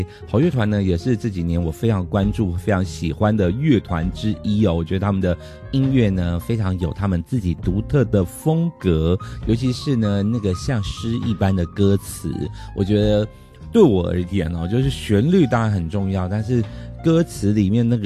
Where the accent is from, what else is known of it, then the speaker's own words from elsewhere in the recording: Jinshan, New Taipei, Taiwan; 我的老家在金山老街上哈。金山老街那条街叫做金包里街，